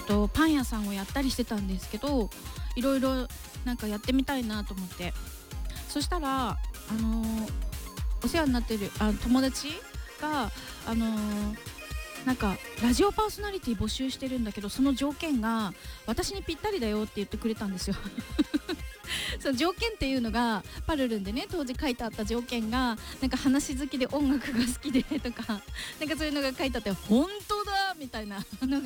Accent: Mito, Ibaraki, Japan; 水戸です。水戸生まれ、茨城県民です。バンとね水戸で育ちました。

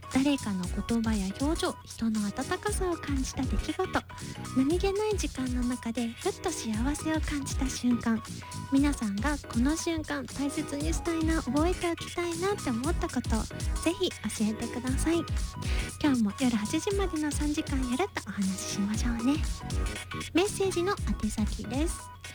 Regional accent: Tokushima, Japan; moved away as an adult; also born or lived in Hyogo; 私当時大学生の頃、地元の徳島から一人暮らしをしていた兵庫県までの

